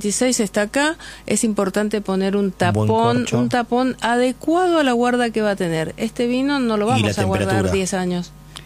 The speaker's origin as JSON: {"language": "Spanish", "region": "Mendoza", "country": "Argentina", "said": "Por eso vengo de Mendoza y estamos, claro, formando que, estamos, o sea, formando gente"}